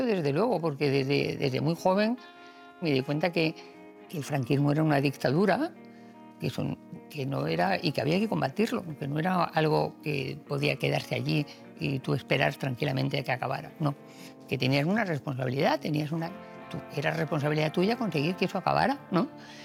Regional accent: Madrid, Community of Madrid, Spain; born there; Yo nací en Madrid, mi padre era de Úbeda, de Jaén, y mi madre era cubana.

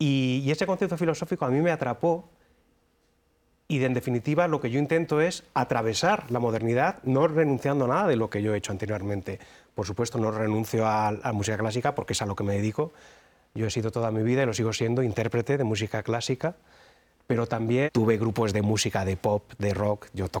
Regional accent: Málaga, Andalusia, Spain; Claro, es que mi infancia se desarrolla en Málaga. He tenido la suerte de poder criarme en el mar.

